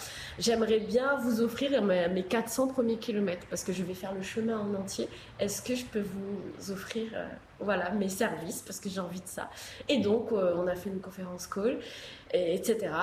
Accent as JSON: {"language": "French", "country": "Réunion", "also_born_or_lived": "Africa", "said": "moi je suis française et en plus de la Réunion"}